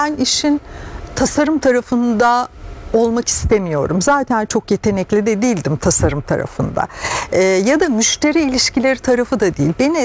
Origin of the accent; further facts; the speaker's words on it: Ankara, Turkey; Ortaokulda ben Ankaralı bir Rumeli göçmeni ailede büyüdüm.